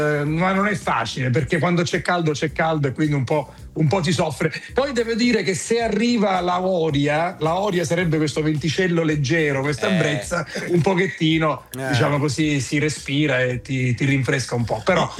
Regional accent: Misterbianco, Sicily, Italy; Vengo da Mister Bianco, che è una città proprio alle porte

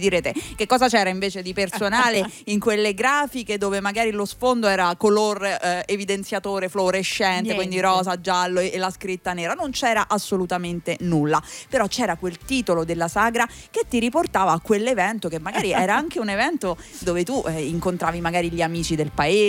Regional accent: Ariccia, Lazio, Italy; Io che ne so, vengo da Riccia, che sì, tanti conoscono la Porchetta, e c'era la sagra della Porchetta da Riccia, c'è ancora, però da piccolina per me era quell'evento in cui beccavi tutti quanti.

